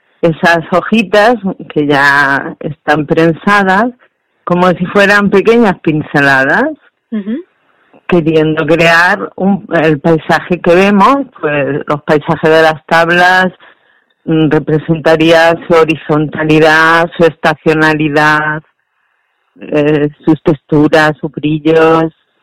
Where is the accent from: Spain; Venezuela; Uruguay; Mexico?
Spain; Alcolea de Calatrava, Castilla-La Mancha; born there; Mi pueblo, Alcolea Calatrava, es una zona volcánica